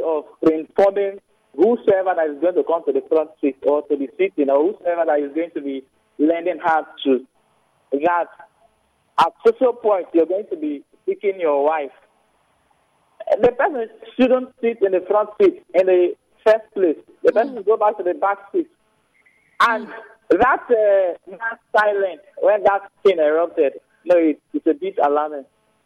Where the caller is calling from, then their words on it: Port Harcourt, Rivers, Nigeria; I'm calling from Port Harcourt.